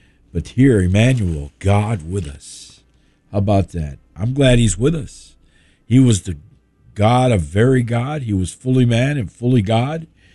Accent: New York, United States; I can't help where I was brought up. I was brought up in Central New York.

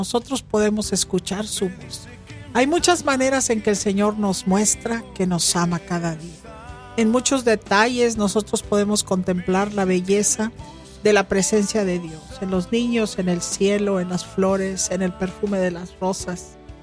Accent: United States

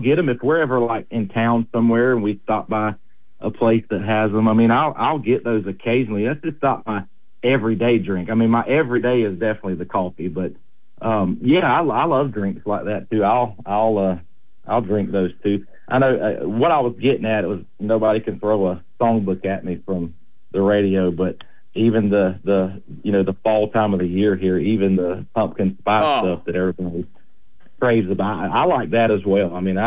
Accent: Vidalia, Georgia, United States; moved away; But I grew up where back in Lyons and Vidalia, we didn't have Waffle House.

